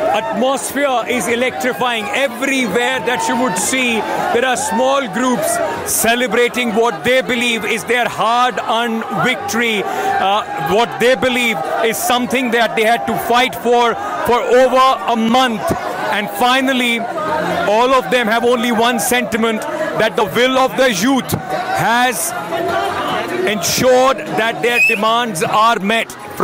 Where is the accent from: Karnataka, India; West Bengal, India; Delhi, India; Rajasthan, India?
Rajasthan, India; Jaipur; I am from Jaipur. Maybe I won't be able to come here every single time, but I'll hold protests in Jaipur.